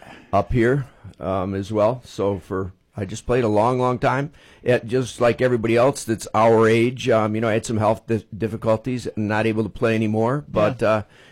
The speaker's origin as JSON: {"language": "English", "town": "Eden", "region": "New York", "country": "United States", "tie": "born or raised there", "said": "I lived on a farm in Eden, New York, south of Buffalo."}